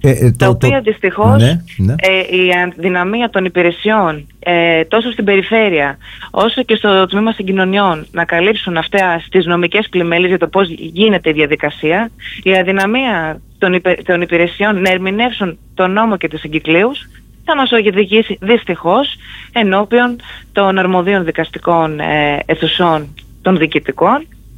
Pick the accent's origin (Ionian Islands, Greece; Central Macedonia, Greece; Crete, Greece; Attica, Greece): Ionian Islands, Greece; Zakynthos; ως Ζακυνθινή